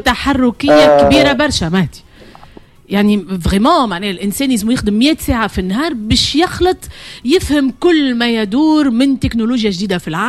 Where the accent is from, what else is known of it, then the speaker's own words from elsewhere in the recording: Tunisia; accent: Tunisian; سامحوني في الكلمه بالتونسي فريجيه،